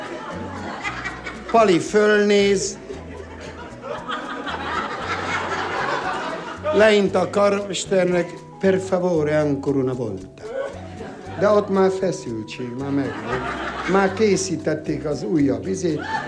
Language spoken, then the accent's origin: Hungarian; Greece; Nem, én görög vagyok eredetileg.